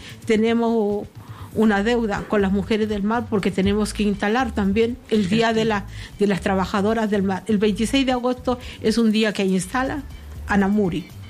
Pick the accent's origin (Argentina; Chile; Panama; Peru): Chile; Vallenar, Atacama; yo soy del norte, soy donde florece el desierto, soy de Vallenar